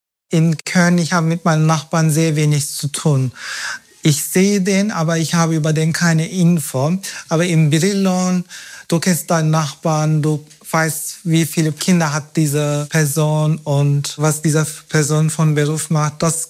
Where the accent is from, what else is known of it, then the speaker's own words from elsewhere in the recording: Turkey; German is a second language; now in Germany; Viele meiner Freunde wohnen auch nicht mehr in meinem Heimatstadt, wenn ich dahin gehe.